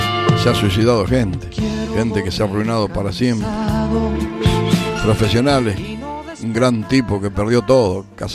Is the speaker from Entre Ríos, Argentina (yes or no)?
no; Acevedo, Buenos Aires Province, Argentina; born or raised there